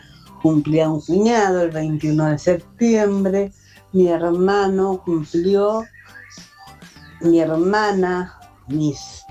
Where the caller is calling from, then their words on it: Argentina; de Tierra del Pino.